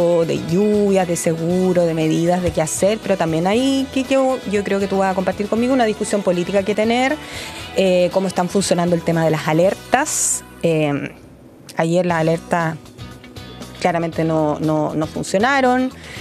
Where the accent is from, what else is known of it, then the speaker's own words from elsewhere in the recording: Santiago, Santiago Metropolitan Region, Chile; los santiaguinos tenemos, me incluyen los santiaguinos